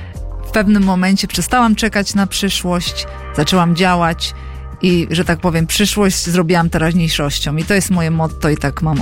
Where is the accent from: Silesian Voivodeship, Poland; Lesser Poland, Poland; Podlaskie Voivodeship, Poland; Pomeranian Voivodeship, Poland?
Pomeranian Voivodeship, Poland; born there; Mój tata był nauczycielem języka rosyjskiego, wieloletnim dyrektorem szkoły wiejskiej niedaleko tego miejsca zamieszkania, gdzie się urodziłam. To jest na Pomorzu. Piękne miejsce.